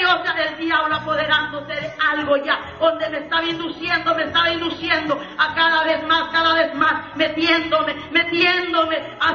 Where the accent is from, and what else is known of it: El Salvador; born or raised there; moved away as an adult